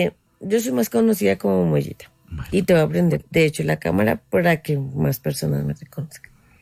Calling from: Bogotá, Colombia; Desde Bogotá.

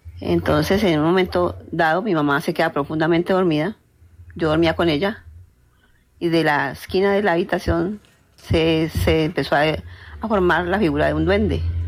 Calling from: Palmira, Valle del Cauca, Colombia; Desde Palmira Valle.

